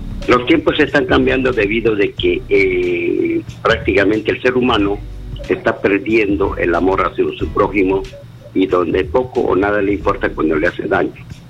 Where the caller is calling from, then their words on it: Lima, Peru; De aquí, de Breña.